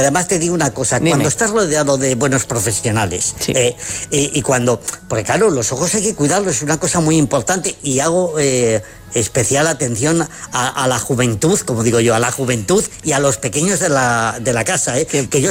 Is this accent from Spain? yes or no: yes; Zamora, Castile and León, Spain; Sí. Y además, sí, como soy como soy de Zamora y soy muy chulo